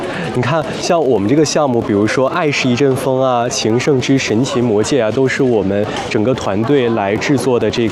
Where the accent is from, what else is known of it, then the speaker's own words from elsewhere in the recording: Harbin, Heilongjiang, China; born there; 我呢就出生在黑龙江省哈尔滨市的滨县，叫英杰村的，